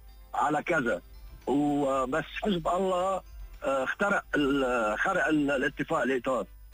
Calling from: Lebanon; عندنا بالجنوب

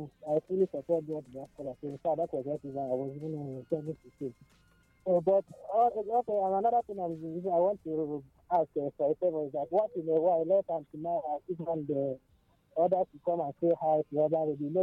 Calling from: Nigeria; calling from Nigeria.

